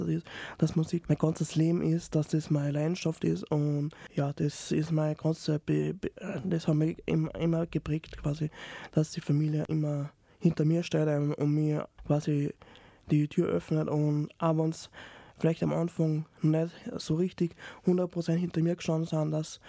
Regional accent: Salzburg, Austria; Ich bin in Salzburg Liefering aufgewachsen, habe die Vorschule und die erste Klasse in Liefering bestritten.

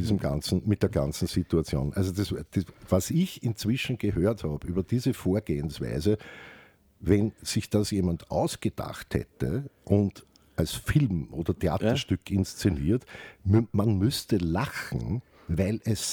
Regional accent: Carinthia, Austria; ich bin ja selber Kärntner Slowener.

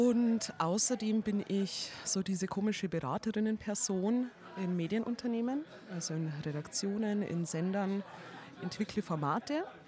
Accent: Germany; was könnte ich denn aus meiner Heimat Deutschland zum Trinken mitbringen.

